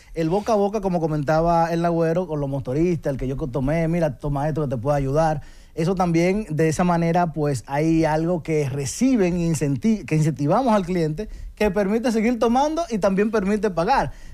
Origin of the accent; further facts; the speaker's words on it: Dominican Republic; nosotros como buen dominicano